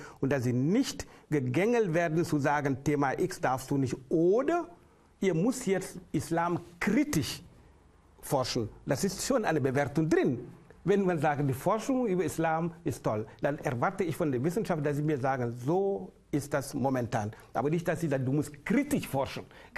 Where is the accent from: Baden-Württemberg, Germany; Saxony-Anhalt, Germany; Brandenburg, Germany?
Saxony-Anhalt, Germany; Halle; Deshalb als Sachsen-Anhaltiner, als Hallenser sage ich einfach, es ist nicht egal.